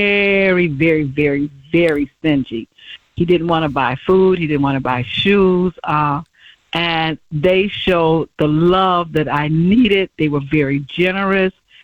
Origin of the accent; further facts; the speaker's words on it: Detroit, Michigan, United States; I'm from Detroit.